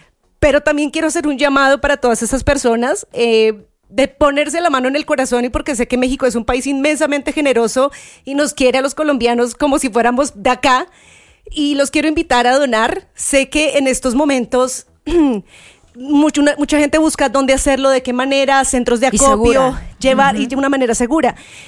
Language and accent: Spanish; Colombia; pues realmente ha sido bastante fuerte ver lo que pasó en mi país. Tuve la oportunidad de estar en Bogotá justamente por trabajo el día martes y el día miércoles. Pude abrazar a mi familia.